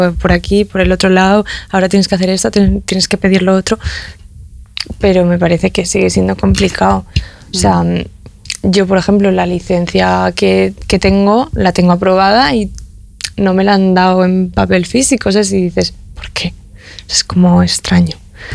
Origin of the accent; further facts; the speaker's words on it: La Rioja, Spain; moved away; montarlo en mi pueblo también, que es mi familia, vive en La Rioja